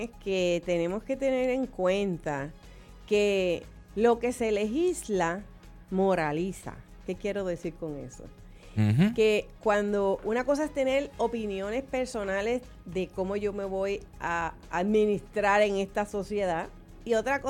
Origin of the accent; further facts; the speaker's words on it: Puerto Rico; born there; yo nací en Puerto Rico